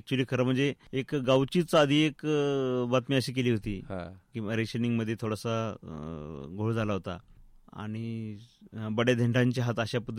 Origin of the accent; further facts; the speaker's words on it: Agadgaon, Maharashtra, India; खरं तर माझं बालपण आगडगाव, माझं गाव आहे आगडगाव नगर तालुक्यामध्ये, नगरपासून साधारण 20 किलोमीटर आहे.